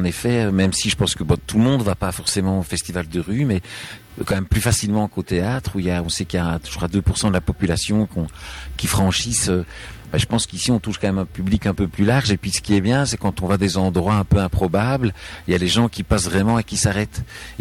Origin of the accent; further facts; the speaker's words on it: Belgium; accent: Belgian; j'ai quand même un accent belge, apparemment, moi je me rends pas compte, mais je crois que j'ai un accent belge